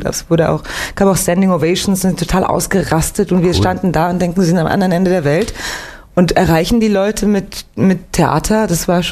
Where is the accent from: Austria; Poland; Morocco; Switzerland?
Switzerland; Winterthur, Zurich; Ich bin geboren in Winterthur, ist im Kanton Zürich, so 20 Minuten von Zürich entfernt, geboren und aufgewachsen.